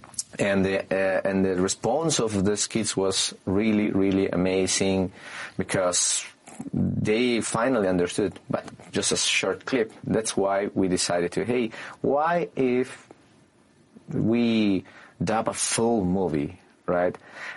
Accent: Cusco, Peru; first language Quechua; English is a second language; now in New York, United States; I was born in Cusco City, but I passed my first years with my mother in the countryside. She was a teacher, is retired. And so that's where I learned the Quechua

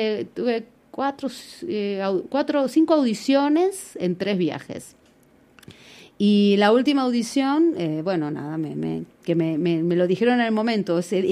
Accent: Argentina; siendo yo argentina y sin hablar inglés como mi segunda lengua, yo conocía, entendía, podía hablar un poco

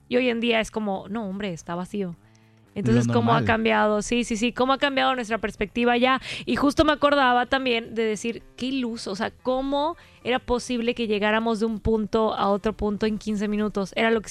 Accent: Mérida, Yucatán, Mexico; born there; nosotros como yucatecos, o sea, de toda la vida

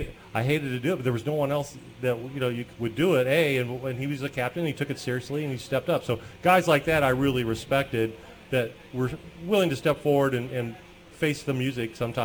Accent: Hammond, Illinois, United States; I grew up in Hammond, Illinois. Okay, so listen, it was not a very diverse school district.

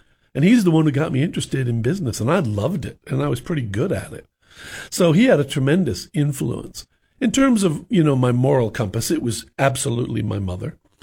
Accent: New York, United States; So I had a really almost idyllic 1960s kind of growing up in New York, and it was wonderful.

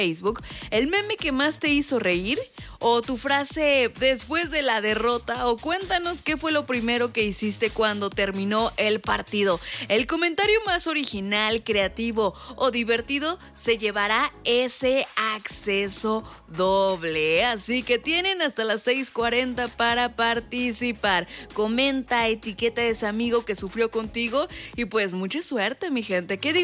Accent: Mexico; los memes ganaron en las redes sociales, obviamente, como buen mexicano.

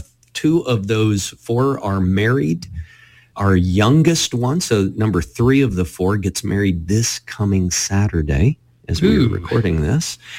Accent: Texas, United States; Well, I'm born and raised in North Texas. I don't know why they call it North Texas. It's the Dallas-Fort Worth area.

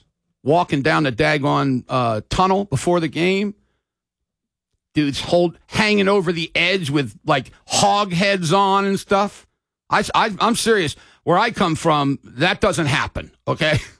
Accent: Maryland, United States; I come from Maryland. I'm going, what the heck is this, man?

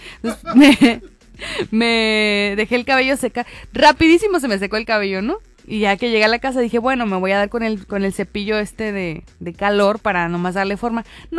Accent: Guaymas, Sonora, Mexico; now in Ensenada, Mexico; yo recuerdo mi vida en mi amado y natal Guaymas, Sonora

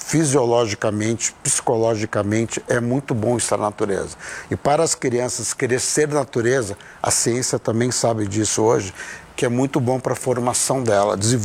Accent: Taquari, Rio Grande do Sul, Brazil; moved away as an adult; also born or lived in Fernando de Noronha; Interior, 100 quilômetros de Porto Alegre, não é grande Porto Alegre, uma cidade pequena, de origem açoriana. E fui criado em fazendas, meus avós são fazendeiros, então fui criado em fazendas de amigos, de parentes, à beira do rio

